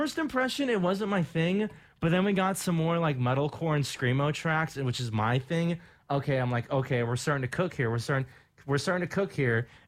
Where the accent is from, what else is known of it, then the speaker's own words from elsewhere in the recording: Torrance, California, United States; as somebody who grew up in Torrance, I can confirm it is indeed a beach community.